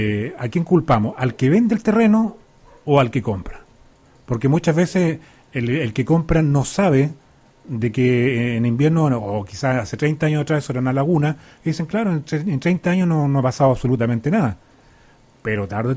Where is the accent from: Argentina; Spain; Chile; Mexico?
Chile; Nosotros como chilenos